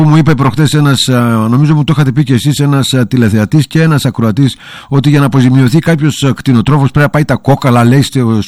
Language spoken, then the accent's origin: Greek; Pournaria, Peloponnese, Greece; Είμαι ιδιωτικός υπάλληλος και είμαι από την Πουρναριά.